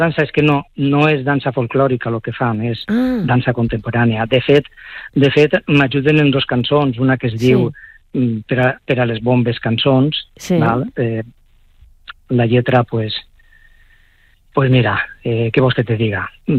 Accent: Aielo de Malferit, Valencian Community, Spain; jo soc d'Aielo.

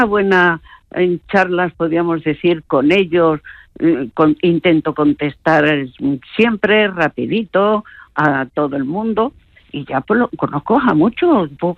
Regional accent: Andalusia, Spain; Yo soy andaluza, para empezar, pero contentísima de escucharos.

